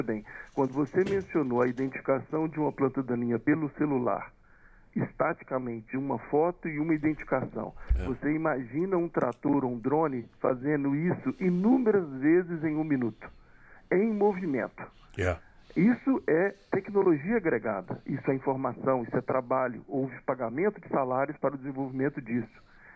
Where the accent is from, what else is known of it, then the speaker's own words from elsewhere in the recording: Governador Valadares, Minas Gerais, Brazil; now in Sete Lagoas, Brazil; Na realidade, eu nasci, morei e fui registrado num distrito de Governador Valadares chamado Chonim de Cima.